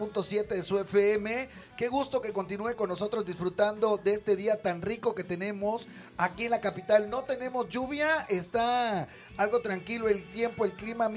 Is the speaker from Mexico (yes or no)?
yes; Mexico; Soy mexicano de hueso.